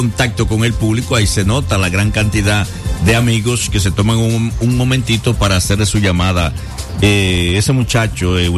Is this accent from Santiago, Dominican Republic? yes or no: no; Santo Domingo Oeste, Santo Domingo, Dominican Republic; moved away as an adult; now in Ciudad Juan Bosch, Dominican Republic; Yo soy orgulloso de mi barrio Buenos Aires Herrera, aunque hoy vivo en Ciudad Juan Bosch.